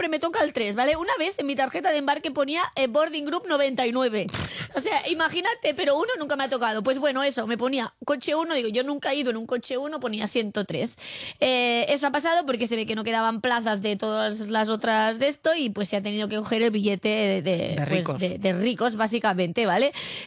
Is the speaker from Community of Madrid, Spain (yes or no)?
no; Catalonia, Spain